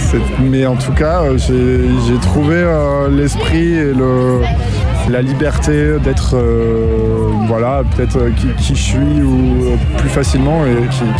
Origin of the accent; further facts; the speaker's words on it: Chalais, Nouvelle-Aquitaine, France; Je viens de Chalais, en Dordogne, du coup.